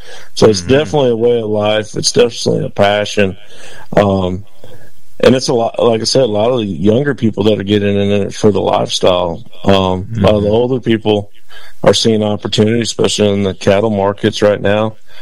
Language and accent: English; Dominican Republic; I'm actually a missionary kid. I grew up in the Dominican Republic.